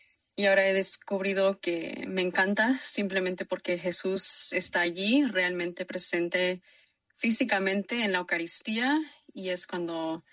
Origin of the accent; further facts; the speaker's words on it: Anderson, California, United States; also born or lived in Sacramento; Sí, yo crecí aquí en el área de Reading, más específicamente en Anderson. Mientras que estudiaba, sí viví en Sacramento por unos años, pero luego regresé aquí al área norte de California